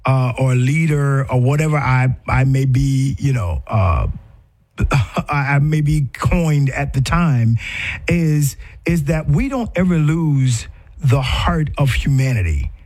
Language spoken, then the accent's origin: English; United States; accent: Gullah Geechee; my Gullah Geechee twang.